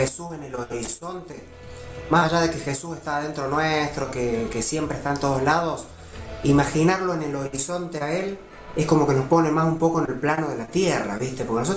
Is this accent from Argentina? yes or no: yes; Villa Carlos Paz, Córdoba, Argentina; Nosotros somos de Carlos Paz, imagínate